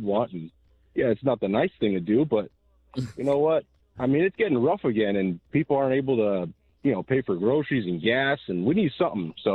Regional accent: California, United States; moved away as an adult; I'm from California. I retired and I left and I went to the Midwest.

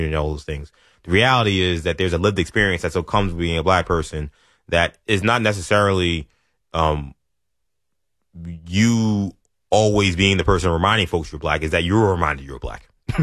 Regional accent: New York City, New York, United States; I mentioned I went to St. Francis Prep. I grew up in Bayside High School. I mean, Bayside, New York, in Queens, Oakland Gardens. Predominantly white, predominantly Asian neighborhood.

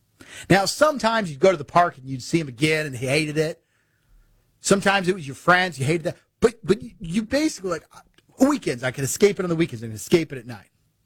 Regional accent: Missouri, United States; I'm from Missouri.

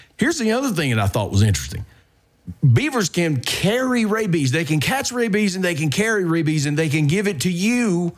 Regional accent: Mississippi, United States; we come from a place like Pancake and I grew up in Mississippi.

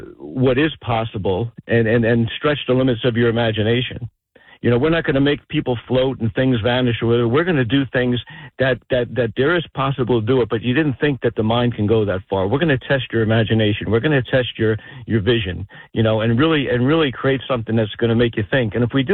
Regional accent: Clark, New Jersey, United States; I grew up in Clark.

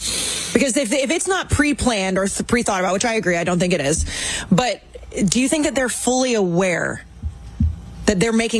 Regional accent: Texas, United States; accent: Texas; my Texas accent comes out a whole lot more.

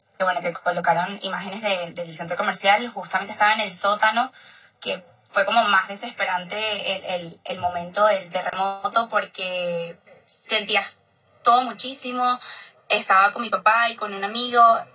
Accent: Venezuela; yo soy de aquí de Venezuela, ya está aquí en Venezuela.

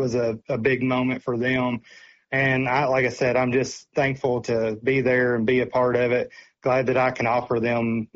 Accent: Kentucky, United States; Growing up in Western Kentucky, I think, Richard Manningham was always a guy that traveled quite a bit.

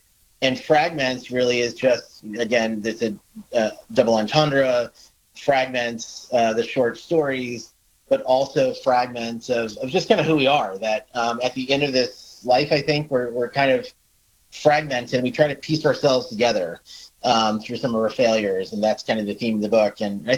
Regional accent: Fairfield, Connecticut, United States; moved away as an adult; I grew up in Fairfield, Connecticut, a great college town. I went to Fairfield Prep and played football and lacrosse there, and then went to Notre Dame.

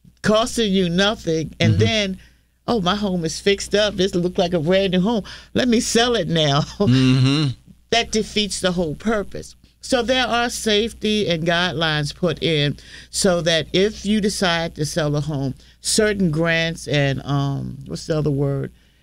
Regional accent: Esmont, Virginia, United States; Originally, I'm from Esmont, but I also live in the Fifield neighborhood.

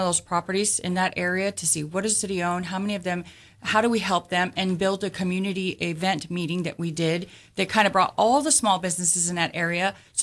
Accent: Corpus Christi, Texas, United States; I am born and raised in Corpus Christi.

